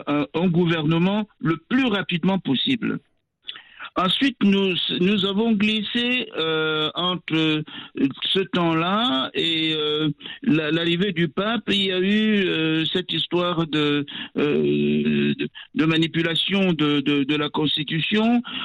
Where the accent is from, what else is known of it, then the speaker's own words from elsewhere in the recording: Cameroon; Nous sommes Camerounais et la manière dont les paroles sont prononcées ne prête pas à confusion.